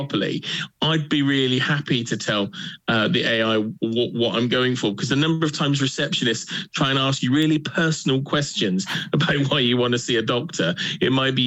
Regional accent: South West England, United Kingdom; accent: Wiltshire; my proper Wiltshire accent

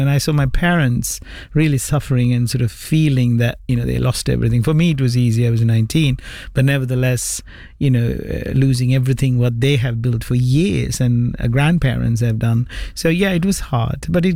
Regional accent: Batticaloa, Eastern Province, Sri Lanka; moved away as an adult; now in United Kingdom; We are in the east coast, a place called Batticalo. Okay. So that's where we come from. And it's a very small island. So I came, I was 19

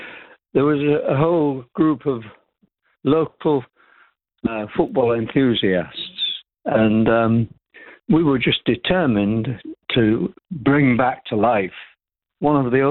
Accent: Yorkshire and the Humber, United Kingdom; now in Wellingborough, United Kingdom; No, you'd probably recognise that I'm not a local man. I did, I'm a Yorkshireman.

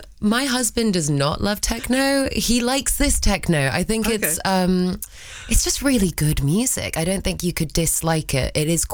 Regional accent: London, United Kingdom; born there; English is a second language; also born or lived in Argentina; I moved to London when I was six. I learned English when I was eight.

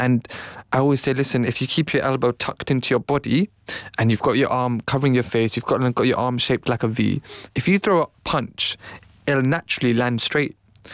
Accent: Pakistan; And being blind, being a Pakistani brown man.

